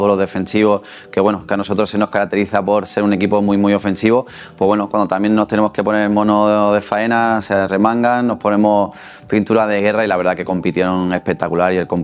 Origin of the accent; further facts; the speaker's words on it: Barcelona, Catalonia, Spain; now in Seville, Spain; no soy de aquí, soy de Barcelona, pero como llevo mucho tiempo aquí es como si lo fuera, mi familia también está desde aquí de Sevilla